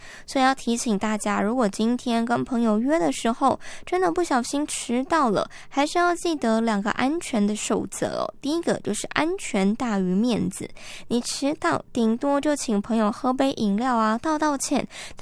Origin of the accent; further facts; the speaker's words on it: Taiwan; 我们台湾人